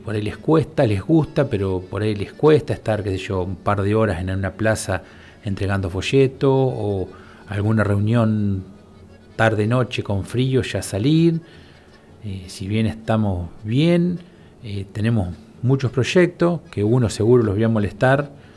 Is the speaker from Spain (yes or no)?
no; Argentina